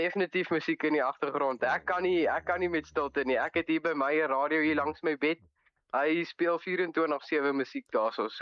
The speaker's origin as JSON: {"language": "Afrikaans", "town": "Bloemfontein", "region": "Free State", "country": "South Africa", "tie": "born or raised there", "said": "ek is hier in Medikliniek gebore hier in Bloemfontein. Ek is nog al die jare hier so, nog steeds hier in Bloemfontein. Ek was op die kleuterskool, was ek in Tinktinkieland en in laerskool was ek by Willem Posma. En hoërskool is ek nou in Hoërskool Sentraal."}